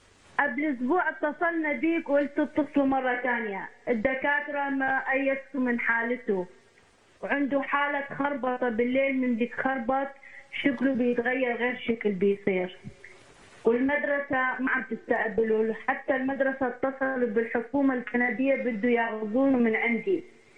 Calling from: Canada

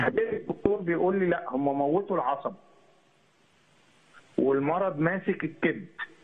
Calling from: Giza Governorate, Egypt; انا من الجيزه

